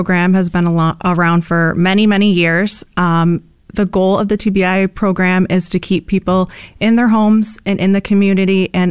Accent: Syracuse, New York, United States; So I was born and raised in Syracuse, grew up here my whole life. I've been married for almost 10 years now, and I live in Westvale

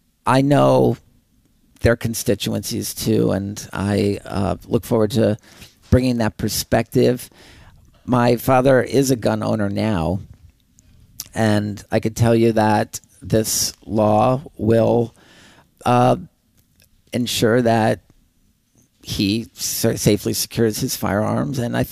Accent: Wilmington, New York, United States; I was born and raised in the Adirondack Mountains.

